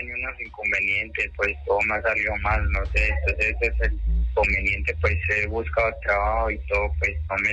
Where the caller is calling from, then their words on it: El Carmen de Viboral, Antioquia, Colombia; Pues ahora mismo estoy aquí en Río Negro, pero yo vivo allá en el Carmen.